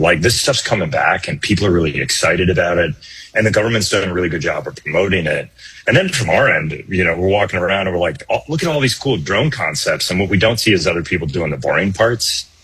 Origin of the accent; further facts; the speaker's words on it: Michigan, United States; because I grew up in Michigan